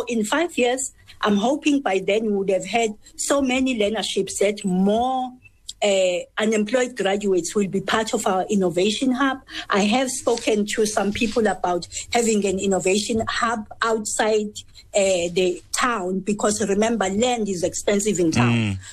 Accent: South Africa; even including us as South African

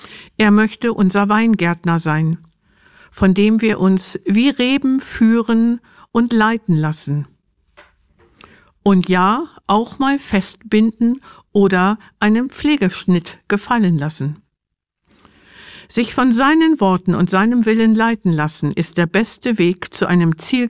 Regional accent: Northern Germany, Germany; Als Norddeutsche sind mir Weinberge und Weinanbau eher fremd.

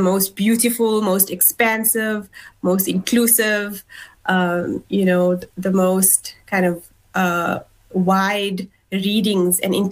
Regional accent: South Africa; to use my gifts and talents, you know, as a South African, as a Muslim.

